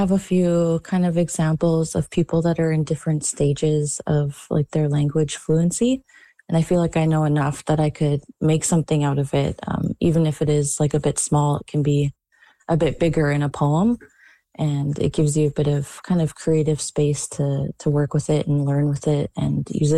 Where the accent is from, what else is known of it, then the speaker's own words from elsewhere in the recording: British Columbia, Canada; I grew up on Okanagan Indian Band, and I did some learning of in Sealishin like during kindergarten and a little bit growing up